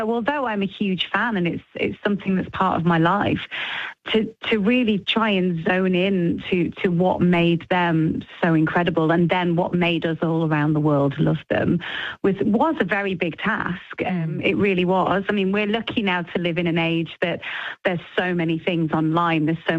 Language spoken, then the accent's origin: English; United Kingdom; obviously for me as a Brit, we have this very much a sort of stiff upper lip